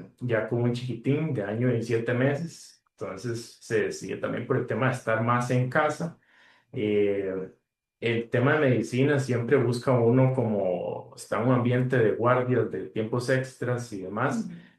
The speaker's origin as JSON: {"language": "Spanish", "town": "Ciudad Neily", "region": "Puntarenas", "country": "Costa Rica", "tie": "born or raised there", "also_born_or_lived": "Pérez Zeledón", "moved": "yes", "lives_now": "Santa Ana, Costa Rica", "said": "soy padre de familia, esposo, oriundo de Ciudad Neily, poco largo del centro del país. Y tengo ya 7 años en el ámbito de medicina estética. Vivo en Santa Ana."}